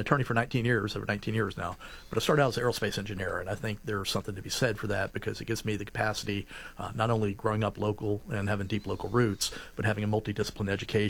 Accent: Seminole County, Florida, United States; I grew up in Seminole County, 1985 graduate of Lake Mary High School, came from very humble beginnings.

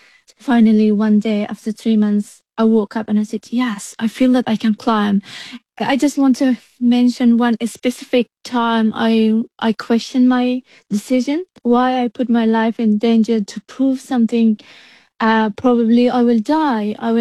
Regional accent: Ghazni, Afghanistan; moved away; I've grown up in a very small village. It was similar like Everest base camp. Obviously, it was very tough to go climb in Afghanistan, or specifically in a village.

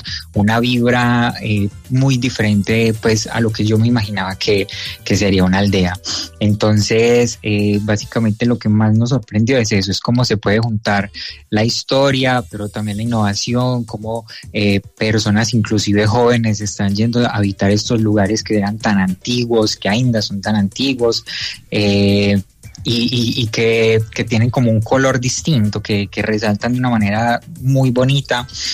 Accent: Santa Bárbara, Antioquia, Colombia; now in Portugal; que soy de Santa Bárbara, Antioquia

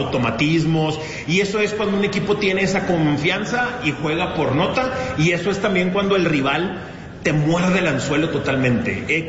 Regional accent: Mexico; un surgimiento de un orgullo mexicano que a mí en mis 37 años de vida no me habí

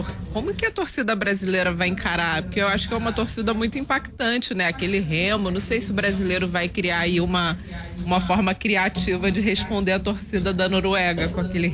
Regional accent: Brazil

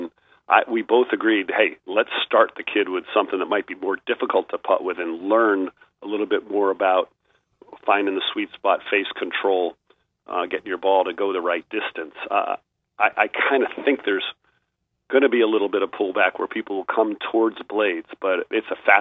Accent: Northeast, United States; when I grew up in the Northeast, we putted on bent grass or poiannua grass, and when you'd come down to the South where we are now and put it on Bermuda

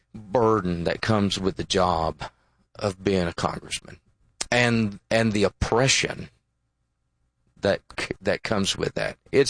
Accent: Tennessee, United States; there was a Democrat congressional member from Tennessee, my home state, the only Democrat congressional member we had at the time.

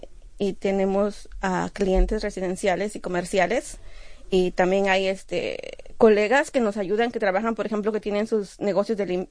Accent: Mexico; moved away; Pues soy mexicana

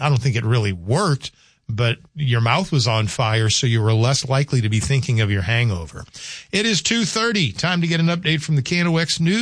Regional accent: the South, United States; now in North Dakota, United States; growing up in the South. Now, I know y'all have different food tastes and type decorum up here in the Northern Plains. And yes, I've lived in North Dakota since 1979

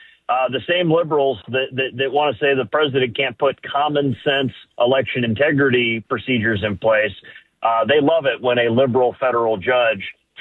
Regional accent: Akron, Ohio, United States; Born and raised in Akron

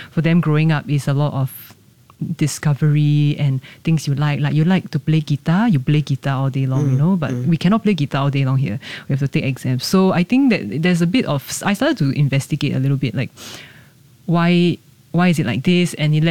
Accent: Singapore; moved away; growing up in Singapore, I think is extremely unique.

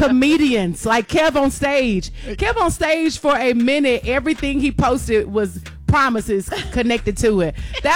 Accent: Memphis, Tennessee, United States; I was from Memphis, so that live in Memphis, I was a child.

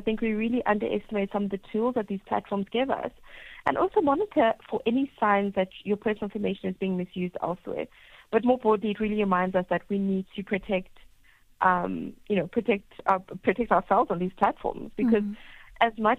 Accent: South Africa

